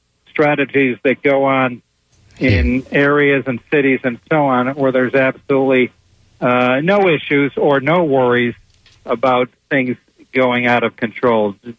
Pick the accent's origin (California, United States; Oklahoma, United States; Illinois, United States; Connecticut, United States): Connecticut, United States; I'm from Connecticut originally, and when they won their first title in 1970, we were huge Knicks fans.